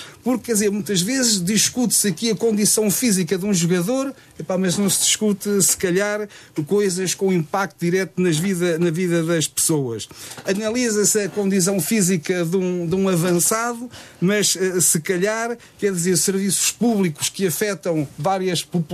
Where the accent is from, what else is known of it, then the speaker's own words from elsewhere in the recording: Portugal; sou português e sou patriota